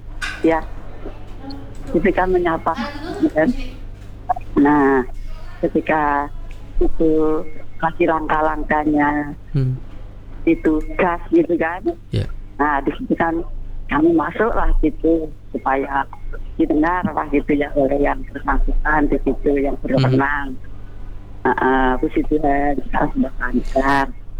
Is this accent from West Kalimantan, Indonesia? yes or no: yes; Entikong, West Kalimantan, Indonesia; Sebelum sanggol lah pastinya kan kami dari Entikong ya Bang ya.